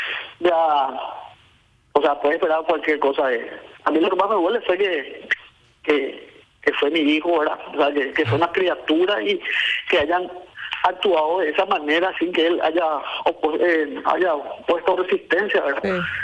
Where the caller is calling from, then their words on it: Asunción, Paraguay; Yo vivo en Sajonia